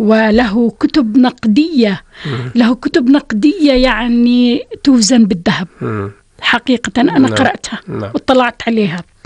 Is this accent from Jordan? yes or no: yes; Jordan; وبالتالي تكون هذه الرؤية قادرة على أن تحمي اللغة وتحمينا كعرب وتحمينا كأردنيين